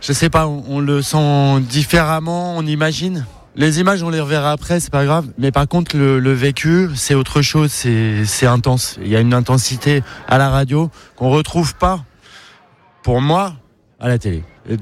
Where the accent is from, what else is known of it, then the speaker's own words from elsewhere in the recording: Paris, Île-de-France, France; je suis parisien, toujours vécu... À Paris ou en banlieue parisienne